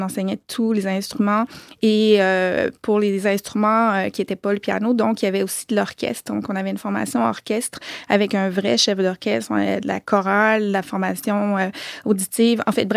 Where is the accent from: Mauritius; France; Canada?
Canada; Quebec; Et ce que les Français font n'existe pas chez nous, au Québec.